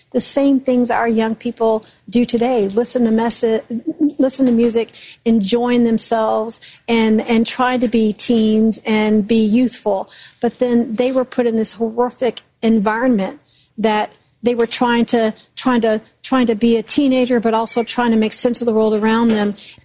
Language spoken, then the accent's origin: English; Houston, Texas, United States; I grew up in Houston, Texas, and I read the diary in middle school.